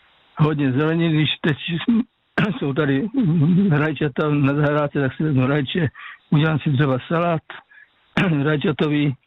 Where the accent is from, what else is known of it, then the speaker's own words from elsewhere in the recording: Moravian Slovakia, Czechia; tak já pocházím z Moravskoslovácka, to už víte